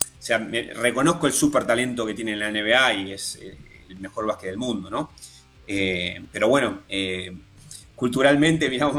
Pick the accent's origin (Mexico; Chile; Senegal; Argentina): Argentina; Yo soy argentino. Yo soy argentino. Entonces, nosotros miramos más para el cruzando el charco que para arriba, en todo.